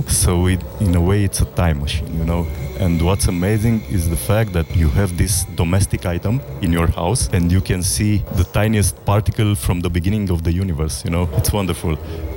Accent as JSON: {"language": "English", "country": "Romania", "said": "So for us in Eastern Europe, I'm from Romania, by the way, for us, the aliens exist"}